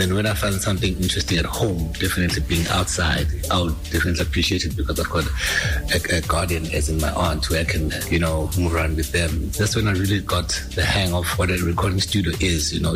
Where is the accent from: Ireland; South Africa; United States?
South Africa; Mpumalanga; there's a town near my hometown called Witbank where guys like … used to be huge artists there.